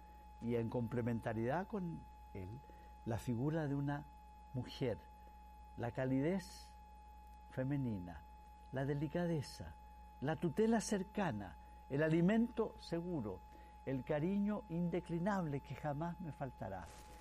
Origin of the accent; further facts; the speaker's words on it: Chile; En mi país, Chile